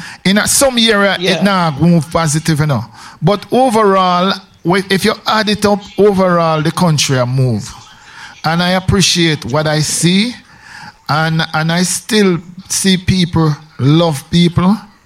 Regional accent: Jamaica; Me sorry, me not African. Me a black Jamaican.

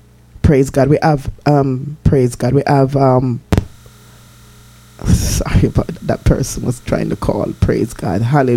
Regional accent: Jamaica; born there; moved away as an adult; also born or lived in London; But I grew up in Jamaica because I went to Jamaica at a tender age of between the eight, I think it was like eight, seven going on eight. And I spent most of my teenage years in Jamaica. And then I went back to London.

